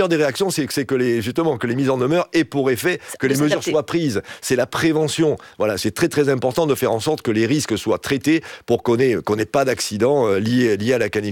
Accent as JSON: {"language": "French", "region": "South-West France", "country": "France"}